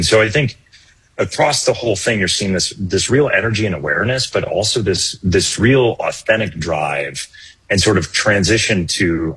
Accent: Michigan, United States; because I grew up in Michigan

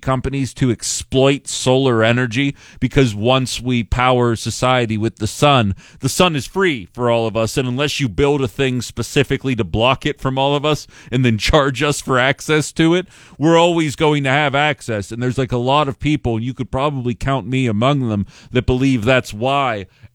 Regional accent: Pittsburgh, Pennsylvania, United States; moved away; A bridge collapsed in my hometown.

